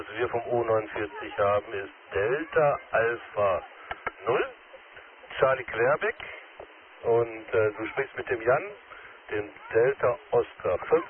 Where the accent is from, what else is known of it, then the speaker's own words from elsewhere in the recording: Schwerte, North Rhine-Westphalia, Germany; Ja, ich komme selber persönlich aus Schwerte, habe da keine Probleme mit.